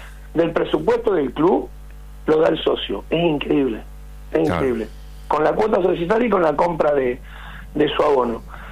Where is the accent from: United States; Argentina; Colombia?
Argentina; Somos argentinos y la claro. verdad que es algo increíble lo que tenemos que hacer, ¿no?